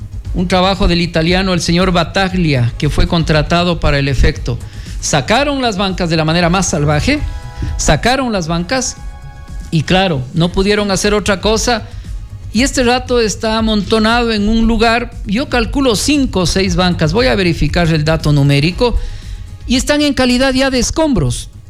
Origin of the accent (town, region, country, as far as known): Riobamba, Chimborazo, Ecuador